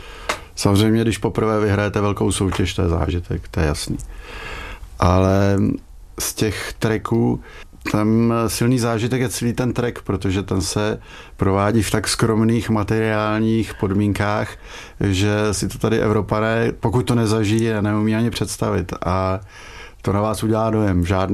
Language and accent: Czech; České Budějovice, South Bohemian Region, Czechia; bohužel jsem z Českých Budějovic a tam je do jakýchkoliv hor hodně daleko